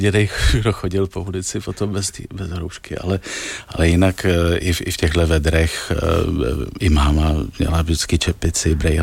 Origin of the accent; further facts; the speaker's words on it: Prague, Czechia; Já jsem vyrůstal na Smíchově, kde to jsem musel každý obden, jsme tam měli nějakou bitku už od školky